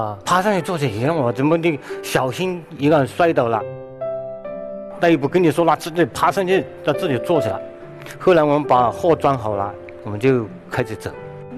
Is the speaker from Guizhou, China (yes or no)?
yes; Guizhou, China; 这是我的妻子。我来自贵州